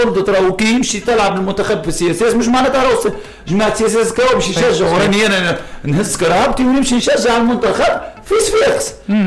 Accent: Tunisia

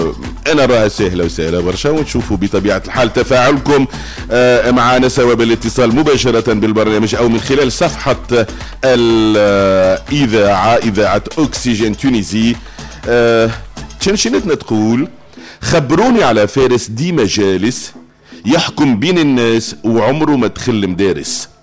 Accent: Tunisia; بلادنا تونس

